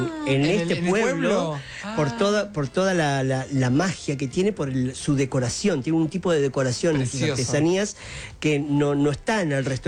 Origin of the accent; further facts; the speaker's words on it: Argentina; Yo soy argentino, pero mis padres son bolivianos, y como esa herencia, esa mezcla de culturas que somos los argentinos